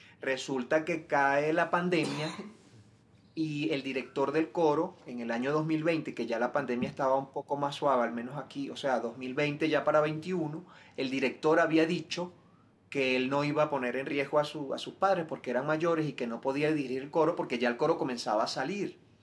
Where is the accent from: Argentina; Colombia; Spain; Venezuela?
Venezuela; moved away as an adult; now in Quito, Ecuador; yo por lo general suelo portar una cruz que pertenece a los sacerdotes con los que yo me crié en la fe allá en Venezuela